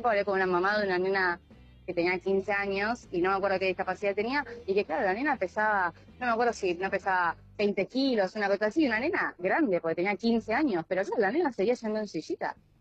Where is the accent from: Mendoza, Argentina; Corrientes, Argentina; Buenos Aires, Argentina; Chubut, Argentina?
Buenos Aires, Argentina; nosotros somos de Capital Federal, Buenos Aires